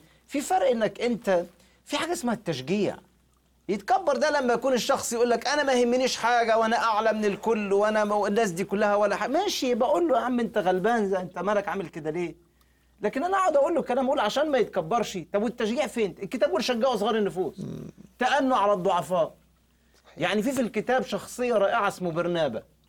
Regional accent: Egypt; قلت له تخيل عندنا في مصر بنفس الطريقه.

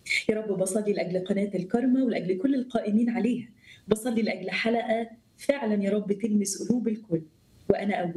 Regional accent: Saudi Arabia; born there; أنا عمري 33 سنة، متجوزة شاب جميل خالص اسمه أندرو. أنا اتولدت في السعودية.

